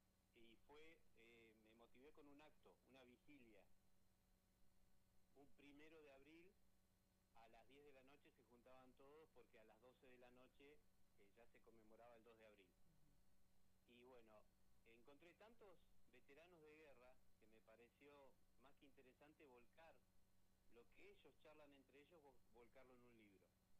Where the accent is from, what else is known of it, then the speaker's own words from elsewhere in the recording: Centenario, Neuquén, Argentina; born there; now in Junín de los Andes, Argentina; Yo soy nacido en Centenario, ahora vivo en Junín, pero soy nacido en Centenario.